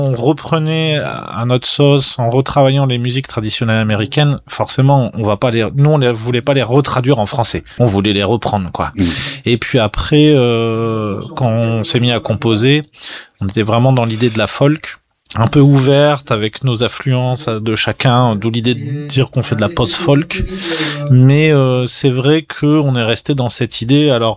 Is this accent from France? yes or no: yes; France; Et puis aussi, nous, en tant que Français